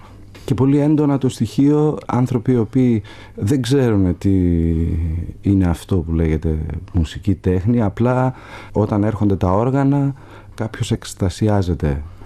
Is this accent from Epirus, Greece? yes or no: yes; Ioannina, Epirus, Greece; Εγώ γεννήθηκα στα Γιάννενα πάνω, στα Ανατολικά Ζαγόρια δηλαδή, σε ένα χωριό στην Πίνδο.